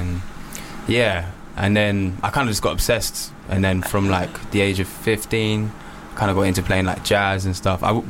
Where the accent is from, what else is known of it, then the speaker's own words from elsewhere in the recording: Norwich, East of England, United Kingdom; born there; now in London, United Kingdom; I was born in Norwich, but I've lived in London. I've lived in South London for like nine years.